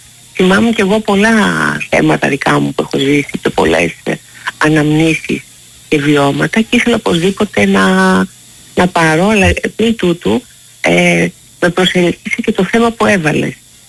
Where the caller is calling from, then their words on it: Athens, Attica, Greece; Δεν είμαι όμως από Καρπενήσι. Είμαι εδώ εντός Αθηνών.